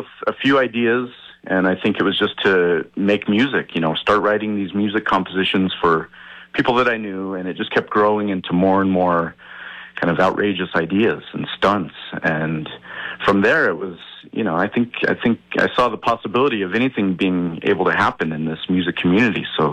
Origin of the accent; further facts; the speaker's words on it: Albuquerque, New Mexico, United States; I'm from Albuquerque. I've been making music here almost my whole life